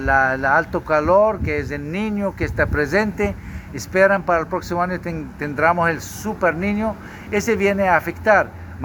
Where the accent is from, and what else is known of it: Honduras